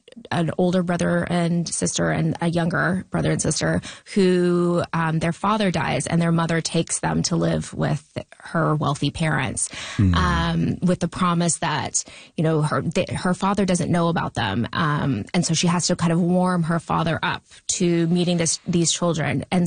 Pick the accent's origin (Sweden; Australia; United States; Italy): Australia; born there; moved away; also born or lived in Victoria, BC, Canada; And I grew up in Australia.